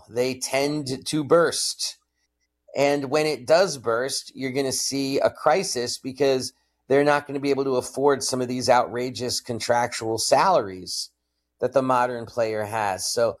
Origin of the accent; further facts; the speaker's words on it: New York City, New York, United States; I'm from New York City.